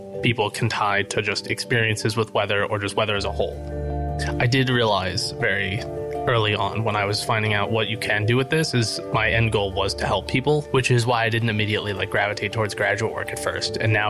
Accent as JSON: {"language": "English", "region": "Florida", "country": "United States", "tie": "born or raised there", "said": "But I grew up in Florida, and we had gotten our fair share of hurricanes for like the 7 years I lived there."}